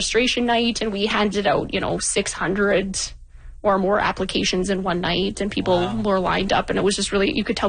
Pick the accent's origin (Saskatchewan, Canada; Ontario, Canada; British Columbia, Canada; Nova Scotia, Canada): British Columbia, Canada; Fort St. John; also born or lived in Grand Prairie; So I was born actually in Grand Prairie and then raised up in Fort St. John, BC, which is just about a 2.5 hours west of here over the BC border.